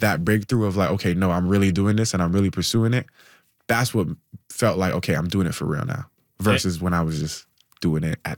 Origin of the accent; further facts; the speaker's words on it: Canada; Like I'm a basketball player, I'm from Canada